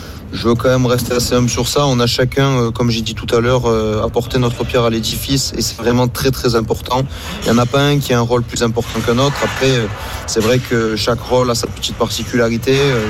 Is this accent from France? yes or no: yes; Marseille, Provence-Alpes-Côte d'Azur, France; nous sommes originaires de Marseille